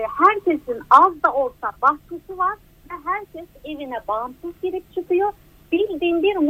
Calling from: Bursa, Turkey; ben bir katlı evde oturuyorum, işte çok sağlam falan. Bursa Yıldırım'dan arıyorum ben.

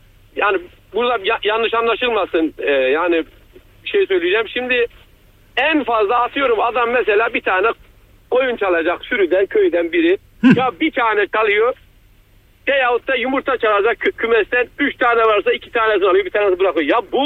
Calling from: Istanbul, Turkey; İstanbul'dan arıyorum.

